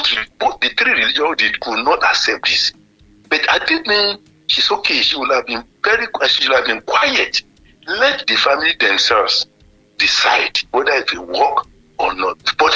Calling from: Nigeria; from Olugbe area.

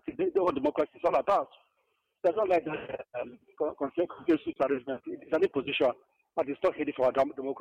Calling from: Nigeria; And I come from Ubunka

